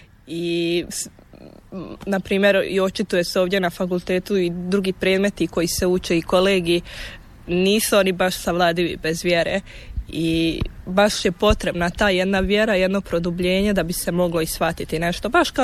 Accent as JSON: {"language": "Croatian", "town": "Donja Mahala", "region": "Federation of Bosnia and Herzegovina", "country": "Bosnia & Herzegovina", "said": "Ja dolazim iz Bosanske Posavine, odnosno iz Donja Mahale kod Orašja."}